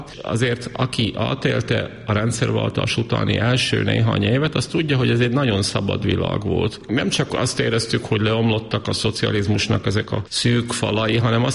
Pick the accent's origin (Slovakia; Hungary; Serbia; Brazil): Slovakia; Bátka, Banská Bystrica Region; egy kisiskolában, a szülőfalumban, Bátkában kezdtem az iskoláimat, már a Rimaszombati gimnáziumban folytattam.